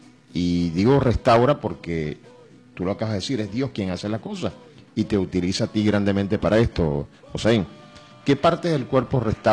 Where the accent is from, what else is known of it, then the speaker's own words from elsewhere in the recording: Venezuela; Yo tengo un amigo que también es abogado, es de mi pueblo, de Cantabria.